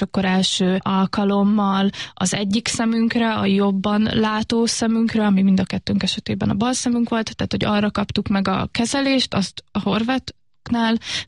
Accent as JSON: {"language": "Hungarian", "town": "Paks", "region": "Tolna", "country": "Hungary", "tie": "born or raised there", "said": "mi egy kisebb városban nőttünk fel, Paksa lásson"}